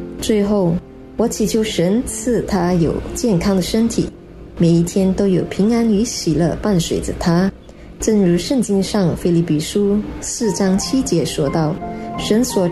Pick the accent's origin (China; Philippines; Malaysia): Malaysia; 大家好，